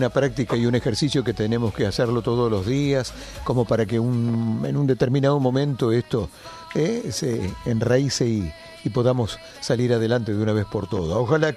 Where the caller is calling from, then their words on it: Argentina